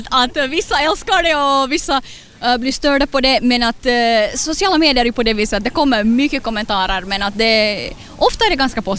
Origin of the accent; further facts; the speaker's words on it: Ekenäs, Uusimaa, Finland; och jag kommer från Ekenäs.